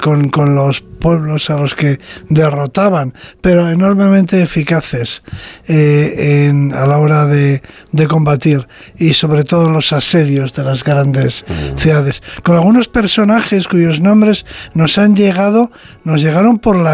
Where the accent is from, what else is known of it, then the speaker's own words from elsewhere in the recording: Spain; Me confirma en lo que siempre he pensado, de que somos los españoles un pueblo culto.